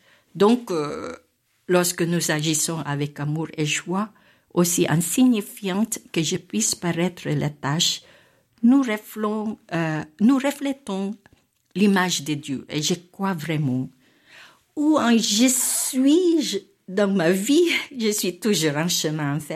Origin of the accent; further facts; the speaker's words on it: Philippines; now in France; Mais quand j'ai quitté les Philippines, je faisais que... Vous savez, ce que je savais faire, ce qui me convenait, me permettant ainsi de mettre à profit mes compétences. Mais arrivé en France avant, tant d'incertitudes